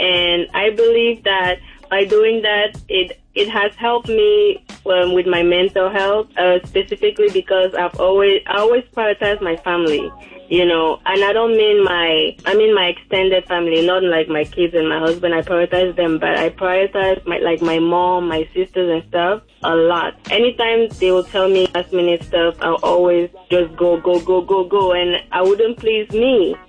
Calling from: Columbus, Ohio, United States; I'm calling from Columbus, Ohio.

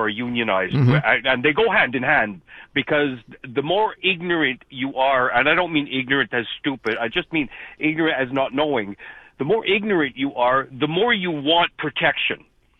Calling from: Quebec, Canada

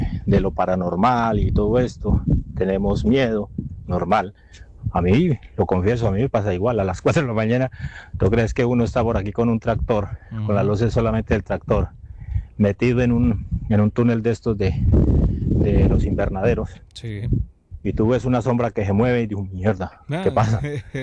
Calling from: Andalusia, Spain; llamo desde Andalucía, España.

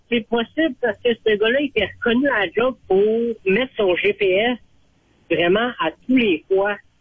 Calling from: Trois-Rivières, Quebec, Canada; j'habite à Trois-Rivières.

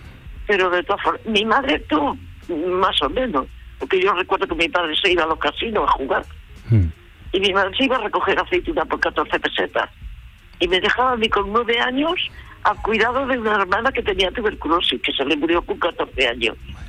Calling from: Andalusia, Spain; soy andaluza, pero yo no tenía estudios ni nada.

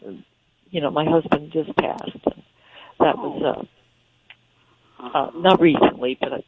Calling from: Romulus, Michigan, United States; I'm from Romulus.

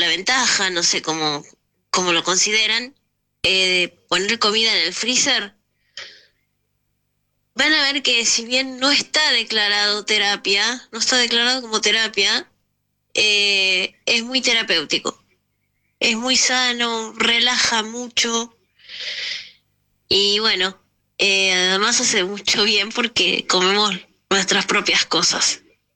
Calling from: Buenos Aires, Argentina; de Caballito, excelente jornada.

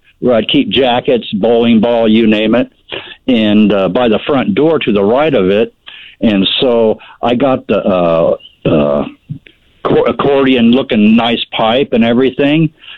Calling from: Boise, Idaho, United States; I was in my house here in Boise for 26 years

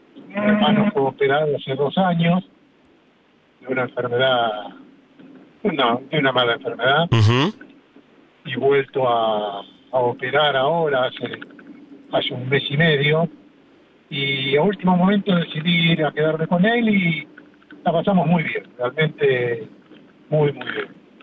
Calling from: Argentina; Yo soy de Ingeniero Madwich.

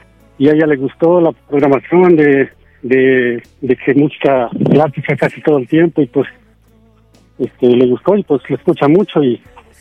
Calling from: Las Dalias, Puebla, Mexico; en Puebla. Se llama Las Dalias, mi pueblito.

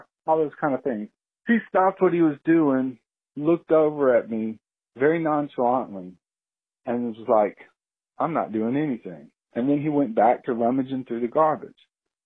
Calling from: Gulf Breeze, Florida, United States; I'm calling from Gulf Breeze, Florida. It's in the Florida Panhandle. I'm in a very residential neighborhood, but we've got a lot of black bears.

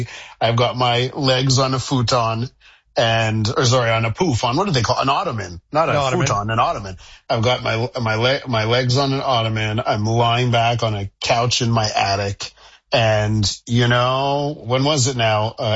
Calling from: Quebec, Canada; Listen, you know, in Quebec, I come to you from Soviet Quebecistan, as you know.

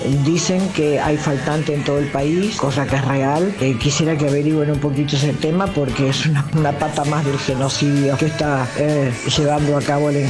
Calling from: Avellaneda, Buenos Aires Province, Argentina; de Avellaneda y Hugo.

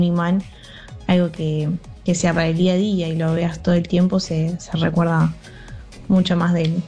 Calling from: Buenos Aires, Argentina; de Recoleta.

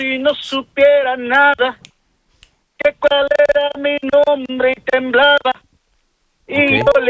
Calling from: Monterrey, Nuevo León, Mexico; de Monterrey

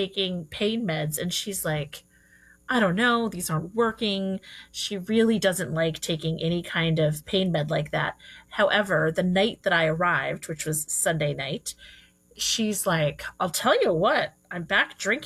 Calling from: Newtown, Pennsylvania, United States; And so here I am dialing in from Newtown, Pennsylvania.

